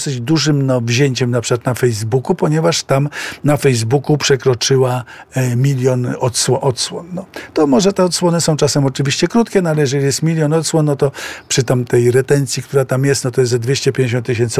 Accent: Warsaw, Masovian Voivodeship, Poland; Jak już wspomniałem, jestem z Międzylesia, czy jestem z tak zwanej linii otwockiej, którą zawsze bardzo lubiłem.

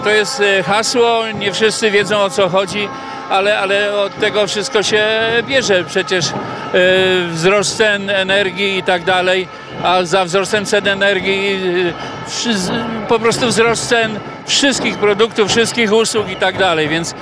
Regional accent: Subcarpathian Voivodeship, Poland; Ja pochodzę z Bieszczadów, więc tutaj mógłbym dużo mówić na temat sytuacji, jaka jest teraz z wilkami, z niedźwiedziami.

